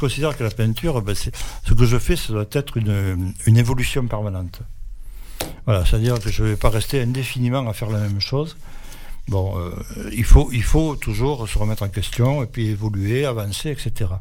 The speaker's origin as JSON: {"language": "French", "region": "south of France", "country": "France", "tie": "born or raised there", "moved": "as an adult", "lives_now": "Île-de-France, France", "said": "moi j'habite en Île-de-France, ça fait 40 ans, 42 ans maintenant, et je suis originaire du Midi."}